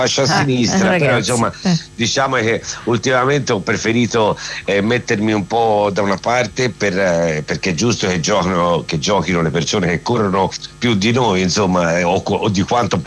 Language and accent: Italian; Florence, Tuscany, Italy; io sono fiorentino, qui c'è l'ospedale pediatrico che si chiama Meyer, sì.